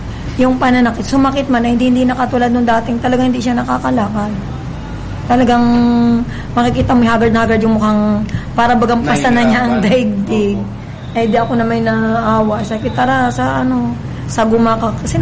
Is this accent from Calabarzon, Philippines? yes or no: yes; Calauag, Calabarzon, Philippines; Taga Calawag, Quezon.